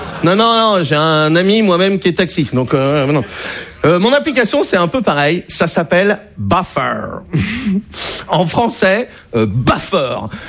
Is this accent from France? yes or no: yes; Brittany, France; je suis breton, j'ai 20 ans.